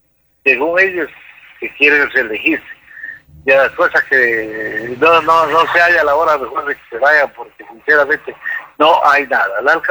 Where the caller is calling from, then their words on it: Loja, Ecuador; le hablo desde la ciudad de Loja.